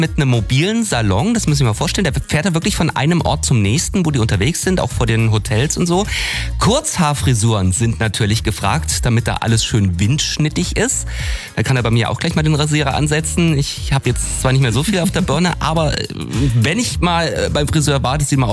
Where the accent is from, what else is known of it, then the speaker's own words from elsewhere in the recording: Thuringia, Germany; Ich glaube, wir alle als Thüringer können da richtig stolz drauf sein